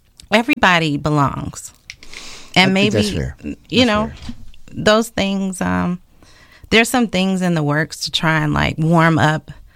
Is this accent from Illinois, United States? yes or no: yes; Chicago, Illinois, United States; I'm from Englewood